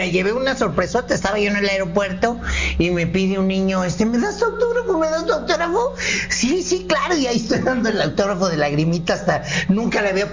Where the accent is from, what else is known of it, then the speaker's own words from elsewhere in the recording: Mexico City, Mexico; born there; No, yo nací, en la Ciudad de Méxic